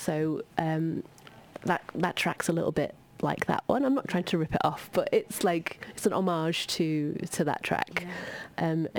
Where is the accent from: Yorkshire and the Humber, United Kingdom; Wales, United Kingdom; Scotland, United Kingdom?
Yorkshire and the Humber, United Kingdom; Doncaster; We're all from Doncaster.